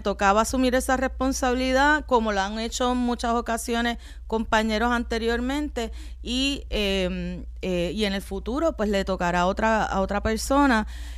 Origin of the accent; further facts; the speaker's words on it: Bayamón, Puerto Rico; Yo soy de Bayamón. Toda mi familia es de Bayamón. Estudié toda mi vida en escuela pública, desde kinder hasta la Universidad de Puerto Rico